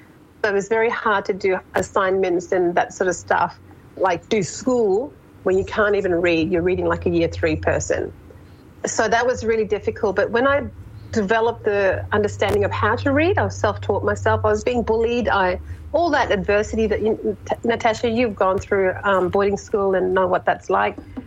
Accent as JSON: {"language": "English", "town": "Wyndham", "region": "Western Australia", "country": "Australia", "tie": "born or raised there", "said": "I'll go right back to being a kid in Wyndham, because a lot of people may not know that I grew up in Wyndham and the East Kimberley, but family know me."}